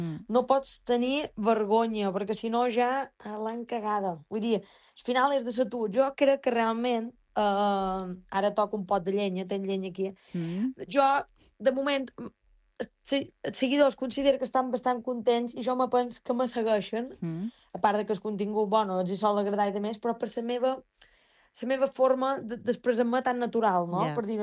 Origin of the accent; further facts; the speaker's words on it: Es Migjorn Gran, Balearic Islands, Spain; jo som d'un poble molt petit de Menorca, que es diu Es Migjorn, i menorquina de tota la vida... som filla única